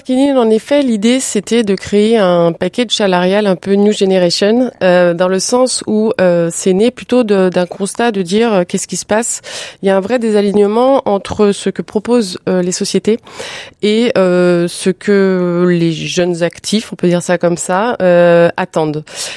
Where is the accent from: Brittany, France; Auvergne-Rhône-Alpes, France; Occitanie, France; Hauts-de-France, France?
Auvergne-Rhône-Alpes, France; Lyon; Moi je suis lyonnaise, j'étais déjà sur Lyon